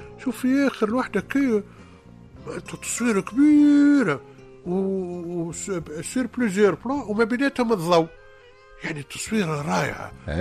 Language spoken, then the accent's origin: Arabic; El Kef, Kef Governorate, Tunisia; بلادي ومدينتي